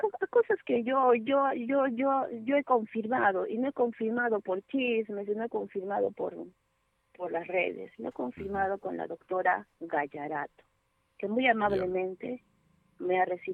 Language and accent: Spanish; Peru; Hemos recibido comentarios xenófobos, que somos peruanos.